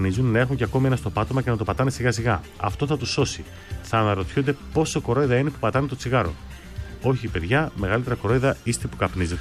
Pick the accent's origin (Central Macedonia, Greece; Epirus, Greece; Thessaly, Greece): Epirus, Greece; Chimadio; now in Chalkida, Greece; Την καλημέρα μου από Χαλκίδα, τα φιλιά μου στο χωριό μου, το Χυμαδίο Πρεβέζης.